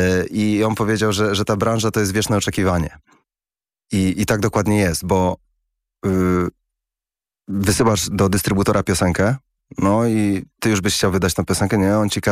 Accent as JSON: {"language": "Polish", "region": "England", "country": "United Kingdom", "tie": "born or raised there", "second_language": "Polish", "said": "bo też wychowywałem się w Anglii i przyjechałem z Anglii i to było po prostu dla mnie naturalne."}